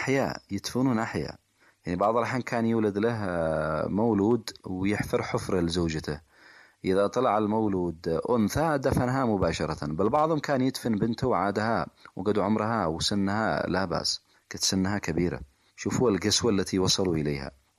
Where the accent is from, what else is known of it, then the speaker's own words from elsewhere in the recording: Yemen; نحن لا نلغي مسألة أن نكون شعب، إحنا شعب يمني بالتأكيد